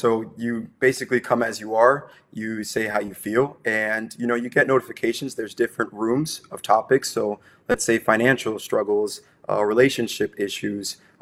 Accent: Miami, Florida, United States; also born or lived in Wisconsin; being born and raised in Miami, but then making my way to Wisconsin for college

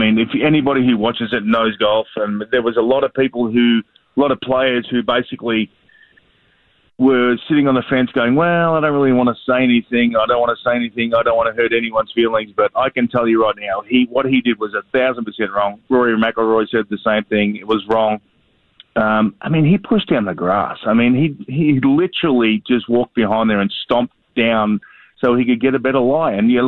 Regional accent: Australia; being Australian, we have a little rivalry with the Kiwis and all that sort of stuff.

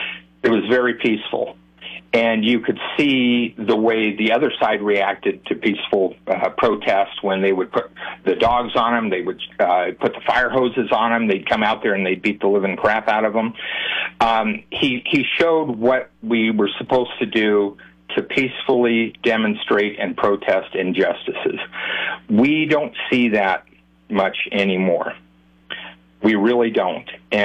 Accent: San Luis Obispo, California, United States; growing up in San Luis Obispo

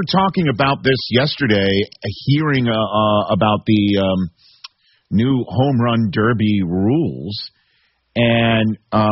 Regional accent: New York City, New York, United States; I'm from New York City. That's just up, you know, the Acela.

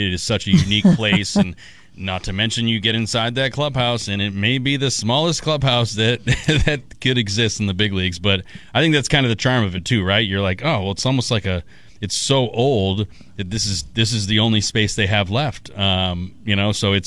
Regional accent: Maine, United States; growing up in Maine

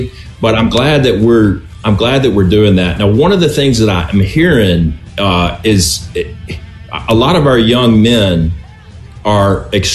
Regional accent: Mississippi, United States; we also have a big Lebanese, powerful Lebanese community here culturally, especially I'm from the Delta.

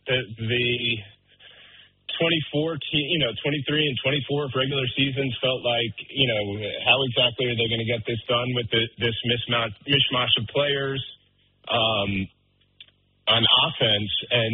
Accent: New York, United States; I'm as I said earlier in this, I'm a New Yorker

